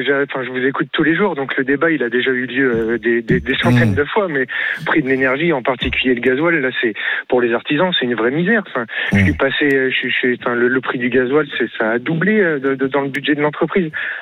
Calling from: Nouvelle-Aquitaine, France

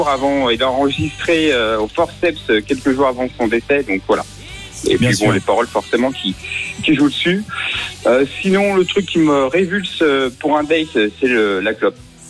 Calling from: Auvergne-Rhône-Alpes, France; je suis de Haute-Savoie, donc je suis juste à côté.

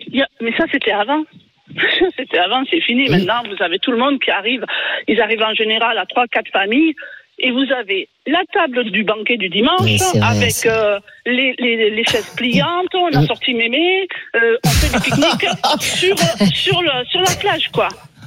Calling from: Toulouse, Occitanie, France; Et moi, je suis de Toulouse de base.

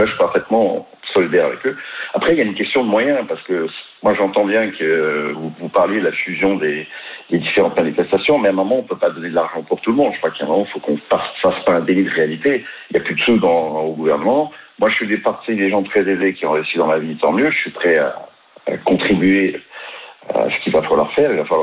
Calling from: Paris, Île-de-France, France; C'est ça, j'habite à Paris dans le 17e. Je suis plutôt âgé puisque j'ai bientôt 63 ans.

